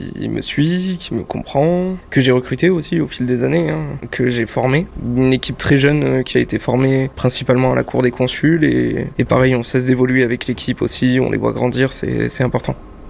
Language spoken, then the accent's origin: French; Toulouse, Occitanie, France; also born or lived in Gruissan / Lauragais; j'ai grandi à Toulouse et à Gruissant. J'ai alterné beaucoup entre les deux, donc il y a un peu de mer, un peu de terre, très terroir, parce que mes parents habitent dans le Lauragais, donc j'ai grandi dans le Lauragais et au bord de la mer